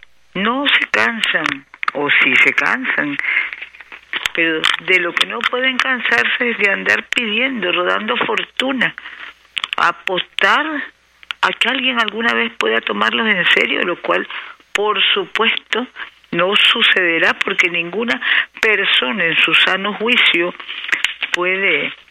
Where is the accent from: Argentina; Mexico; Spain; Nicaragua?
Nicaragua